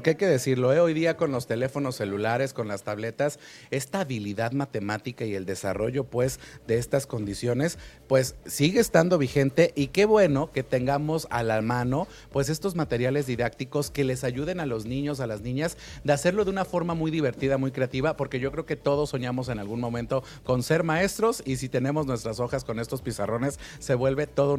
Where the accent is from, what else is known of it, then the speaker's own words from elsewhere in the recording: Mexico; las familias mexicanas